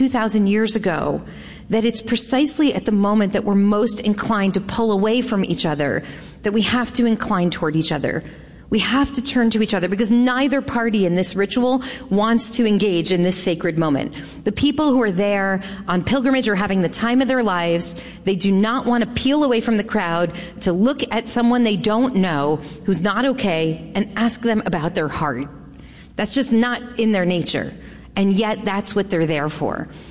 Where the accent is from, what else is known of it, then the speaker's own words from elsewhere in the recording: United States; as a young mother, and as a human being, as an American, and as a Jew.